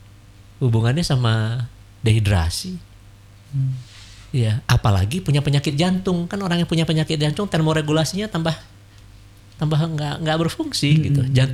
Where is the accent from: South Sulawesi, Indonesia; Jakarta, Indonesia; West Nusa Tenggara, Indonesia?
Jakarta, Indonesia; Kan saya pernah tinggal di Jakarta dulu, besarnya di Jakarta saya.